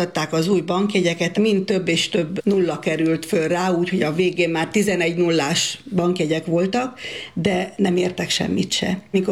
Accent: Vojvodina, Serbia; hogy nem véletlenül születtünk ide Vajdosságban, nem véletlenül születtünk ebbe az időszakba. Úgy nőttünk fel, hogy tudtuk, hogy vannak szerb nemzetiségű emberek és magyarok.

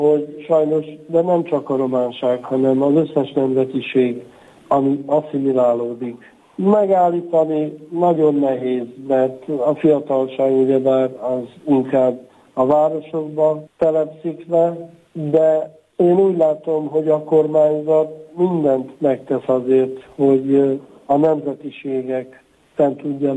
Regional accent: Békés, Hungary; Örülök neki, hogy románnak születtem, édesapám és édesanyám is mékeléki román volt, én is annak vallom magam. Nagyon sokan ismernek engem, főleg Gyulán

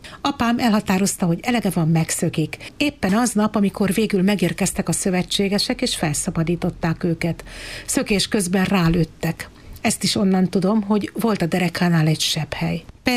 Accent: Mándok, Szabolcs-Szatmár-Bereg, Hungary; also born or lived in Nyíregyháza; Én 1948-ban Nyíregyházán születtem, de Mándokon laktunk.

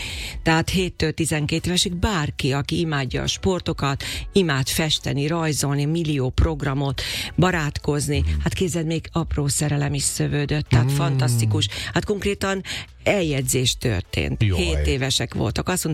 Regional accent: Makó, Csongrád-Csanád, Hungary; Pénteken egész nap a Kalandparkban voltunk, otthon Makón, a Marosparton, hát ugye nekem az idillikus mindenem

